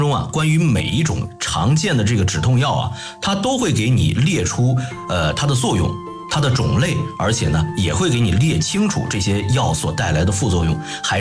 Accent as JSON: {"language": "Chinese", "country": "China", "said": "忍受痛苦难道不是我们中国人的一贯这个习惯吗？"}